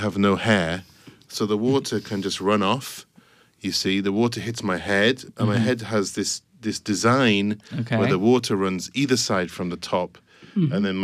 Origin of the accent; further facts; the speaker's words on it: England, United Kingdom; I'm English, so English people, we just feel happy when it's sunny.